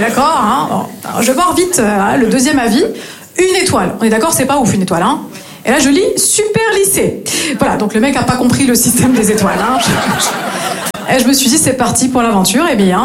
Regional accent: north-east France, France; now in Marseille, France

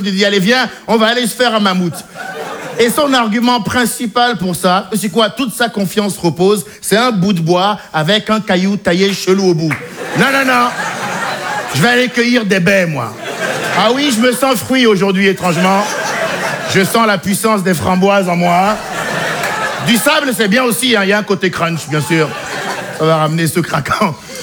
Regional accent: Benin; born or raised there

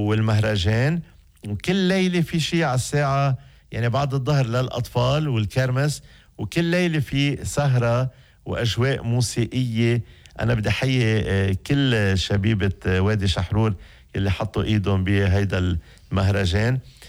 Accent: Lebanon; عنا بلبنان

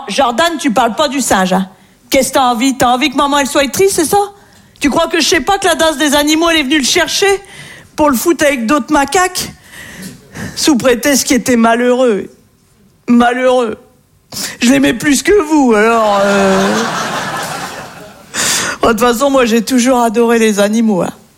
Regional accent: northern France, France; Donc voilà … moi je viens du nord de la France. Et c'est vrai qu'on est très gentils dans le nord.

